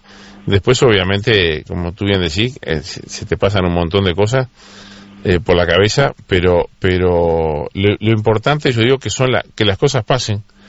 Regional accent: Uruguay; como uruguayo lo digo, ¿no?

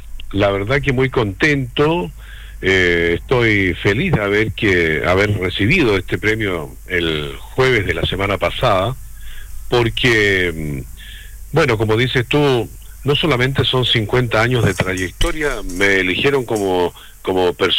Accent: Los Andes, Valparaíso, Chile; yo partí precisamente en Los Andes, yo soy andino de corazón. Viví muchos años en la época de mi juventud

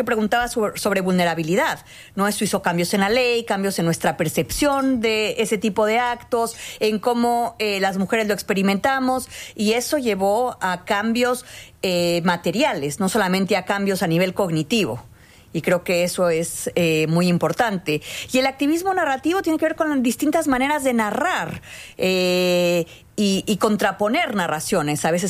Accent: Mexico City, Mexico; Soy chilanga.

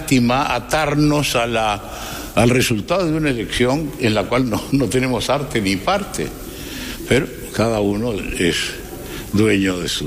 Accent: Uruguay; como orientales, como uruguayos

